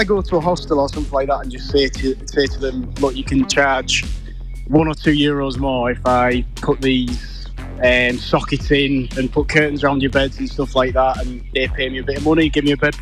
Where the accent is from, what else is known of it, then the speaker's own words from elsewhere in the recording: England, United Kingdom; now in Thailand; I'm from England originally. I'm currently in Thailand and yeah, I'm living the dream, you know?